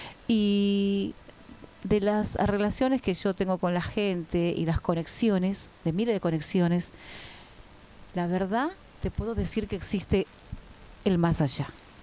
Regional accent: Paraguay; now in Argentina; ya hace 22 años que estoy en Argentina, pero me siento más paraguaya que la mandioca

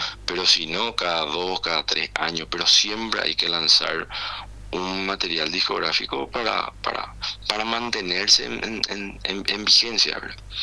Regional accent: Paraguay

